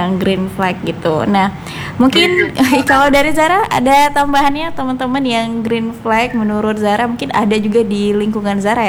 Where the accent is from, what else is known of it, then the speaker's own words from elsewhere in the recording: Riau Islands, Indonesia; Misalnya kita nih kita nih anak Natuna tapi cita-cita kita tuh tinggi